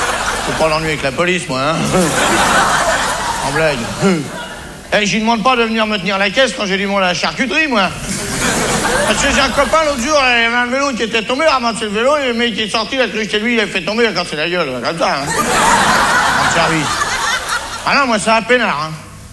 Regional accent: France

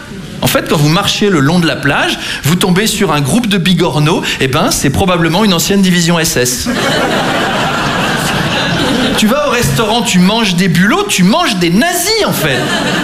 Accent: Versailles, Île-de-France, France; Moi, j'ai grandi à Versailles, hein, très très catholique comme environnement, et en fait, c'était plutôt cool.

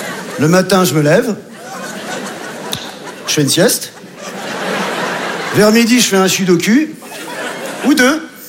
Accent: Marrakesh, Marrakech-Safi, Morocco; On m'a dit que t'étais chez nous à Marrakech.

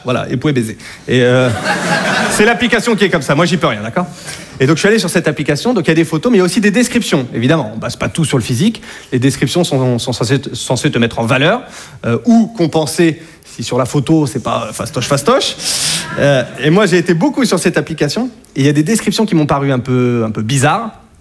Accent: Hauts-de-France, France; Et ça, ça m'a choqué parce que chez moi, en Picardie, voilà, entre voisins, franchement, il y a une bonne ambiance.

